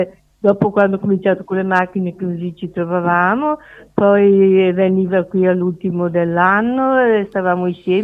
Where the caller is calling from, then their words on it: Maclodio, Lombardy, Italy; io sono di Maclodio, vengo a Rovato, sono amica da Giulia perché abitava prima qui a Maclodio dove abito io.